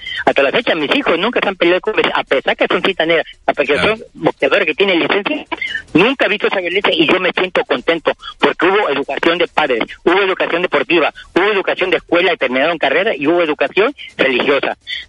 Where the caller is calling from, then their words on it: Boca del Río, Veracruz, Mexico; Con el señor … tengo 63 años, vivo en Boca del Río.